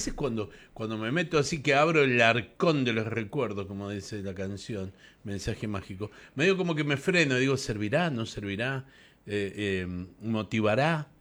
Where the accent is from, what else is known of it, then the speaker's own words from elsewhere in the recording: Mendoza, Argentina; Desde hace tiempo, veo, como cualquier mendocino, la cantidad de gente que duerme en la calle, loco.